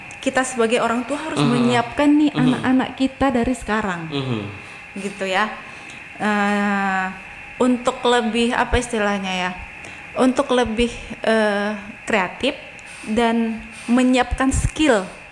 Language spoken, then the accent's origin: Indonesian; Sibolga, North Sumatra, Indonesia; kita orang Sibulga